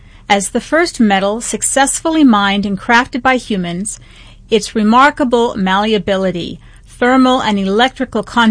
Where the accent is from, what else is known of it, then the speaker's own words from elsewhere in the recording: Arizona, United States; Growing up in Arizona, we learned about Arizona history.